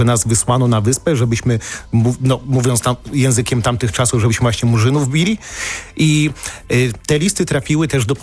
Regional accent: Szczecin, West Pomeranian Voivodeship, Poland; Ja lubię Kopciuszków, jestem ze Szczecina, więc mam pogoń Szczecin

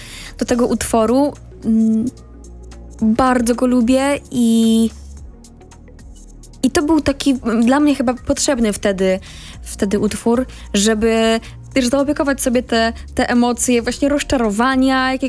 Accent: Lesser Poland, Poland

